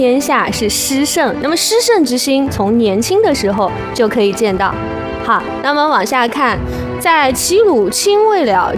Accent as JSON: {"language": "Chinese", "country": "China", "said": "登高而富也是我们中国人的一个传统"}